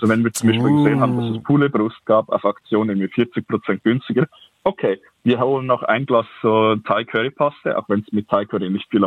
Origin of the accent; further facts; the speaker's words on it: Lucerne, Switzerland; Den gibt es für den Kanton Luzern, wo ich herkomme, Kanton Zürich, wo ich jetzt aktuell wohne, und noch andere Kantone.